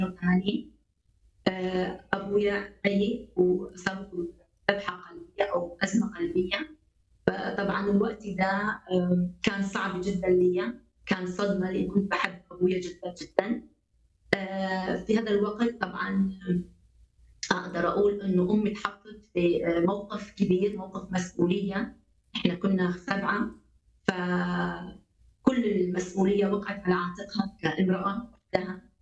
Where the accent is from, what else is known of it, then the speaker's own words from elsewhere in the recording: Baghdad, Baghdad Governorate, Iraq; من العراق، كنت عايشه في بغداد، بغداد هي عاصمه العراق. انا نشات في عائله مسيحيه